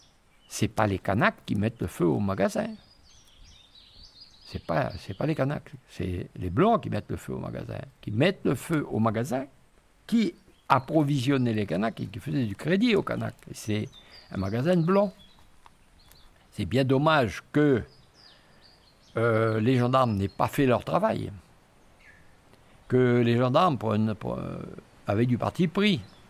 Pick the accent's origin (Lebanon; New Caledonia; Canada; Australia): New Caledonia; Bourail, South Province; Les kanaks chez nous, à Bouraille, sont retranchés dans leur tribu.